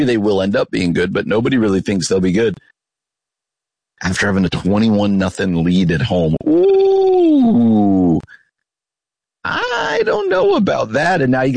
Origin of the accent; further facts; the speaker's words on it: East Coast, United States; I grew up on the East Coast where there wasn't a ton of, local college football.